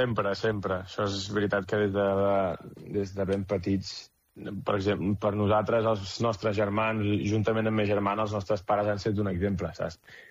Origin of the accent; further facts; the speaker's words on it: Vic, Catalonia, Spain; jo soc de Vic, què vols, fill meu?